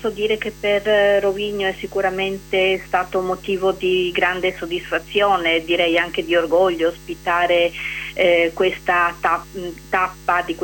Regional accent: Rovinj, Istria County, Croatia; accent: Istro-Venetian

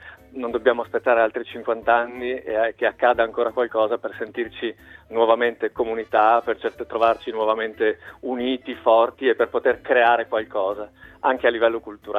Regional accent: Torviscosa, Friuli-Venezia Giulia, Italy; io sono della Bassa, di Torbiscosa, nella fattispecie

